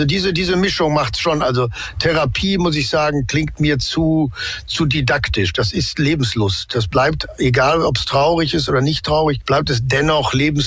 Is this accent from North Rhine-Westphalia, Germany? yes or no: yes; North Rhine-Westphalia, Germany; Ich bin halt im Ruhrgebiet aufgewachsen, da ist das, da trägt man das Herz auf der Zunge und da gibt es eine schnelle, knackige Ansprache und ich hatte eine lustige, relativ sorgenfreie Kind und Jugend im Ruhrgebiet